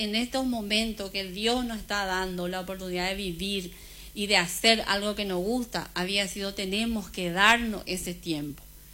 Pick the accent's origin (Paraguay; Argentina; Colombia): Paraguay; Carlos Antonio López, Itapúa; moved away; Soy de Carlos Antonio López, papá.